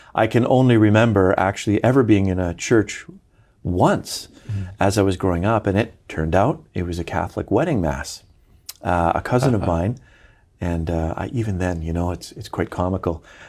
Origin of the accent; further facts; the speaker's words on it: British Columbia, Canada; So I grew up in British Columbia, Canada, which is the westernmost province, for anybody who's unaware, just sort of north of Washington State.